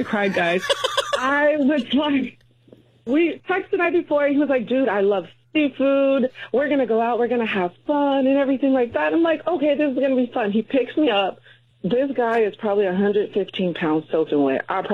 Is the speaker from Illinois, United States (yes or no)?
yes; Chicago, Illinois, United States; now in Texas, United States; So, I am originally from Chicago, moved to Texas.